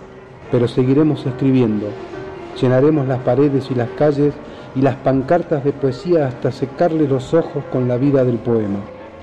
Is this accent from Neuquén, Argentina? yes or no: yes; Neuquén, Argentina; Yo nací en el año 1963, soy neuquino, y mi padre es neuquino, mi abuelo es neuquino, y tengo dos hijos neuquinos.